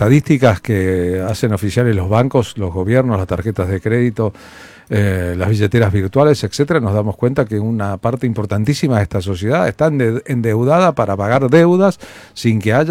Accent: Argentina

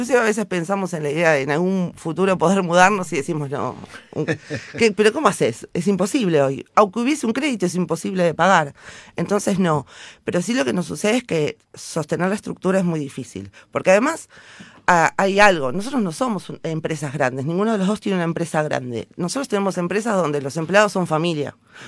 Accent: Argentina

